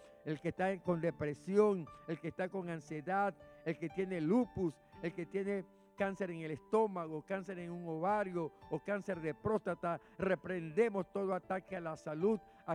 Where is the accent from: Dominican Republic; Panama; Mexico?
Panama; nosotros como panameños